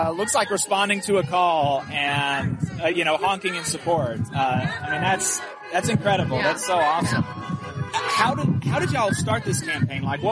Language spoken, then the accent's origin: English; the South, United States; I mean, I'm from the South. We're broadcasting all over the place right now, but, I'm in the South.